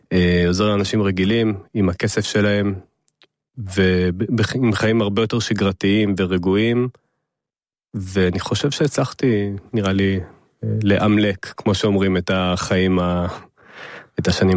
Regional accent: Southern District, Israel; also born or lived in Jerusalem; now in Ramat Gan, Israel; במקור אני מהדרום, חייתי הרבה מאוד, כמה שנים בירושלים

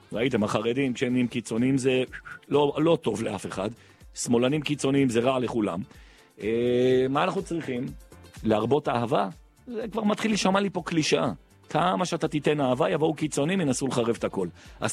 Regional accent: Jerusalem, Jerusalem District, Israel; born there; נולדתי בירושלים, ובעזרת השם אני אקבר בירושלים

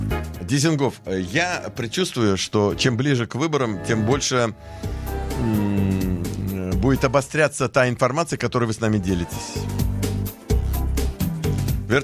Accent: Kerch, Crimea, Ukraine; Я рос в Керчи, в Крыму, и часто в малых городах

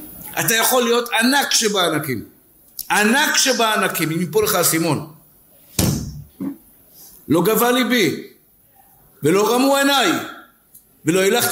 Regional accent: Tel Aviv, Tel Aviv District, Israel; נולדנו פשוטים. נולדתי בשכונת התקווה. אני מודה לבורא עולם על היחפנות שהייתה לי בשכונה.

